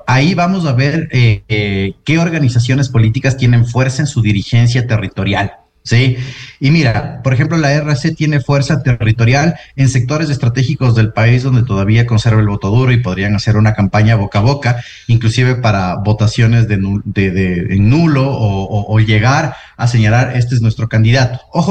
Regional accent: Ecuador

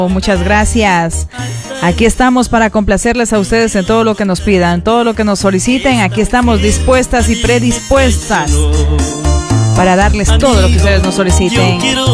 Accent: Ecuador; seguirle como ecuatorianos apoyándole a la selección

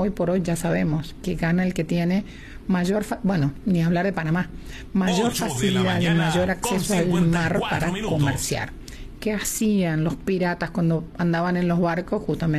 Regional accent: Argentina; Como Argentina, la causa de Malvinas, las Islas Malvinas son argentinas

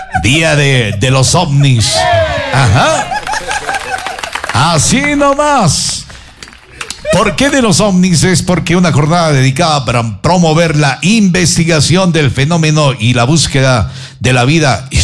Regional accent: Ecuador; Y ahí aparece aguardiente de mi tierra, el Ecuador.

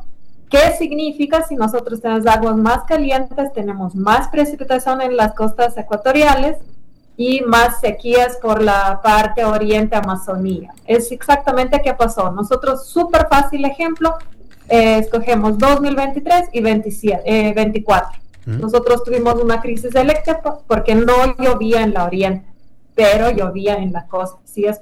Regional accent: Lithuania; Spanish is a second language; now in Ecuador; Soy de Lituania.

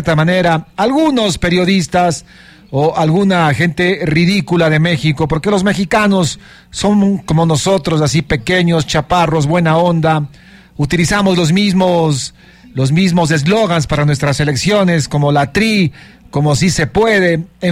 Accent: Ecuador; Nosotros como ecuatorianos

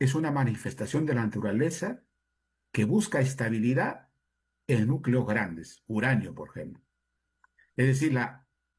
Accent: Ancash, Peru; Ah, mi tierra.

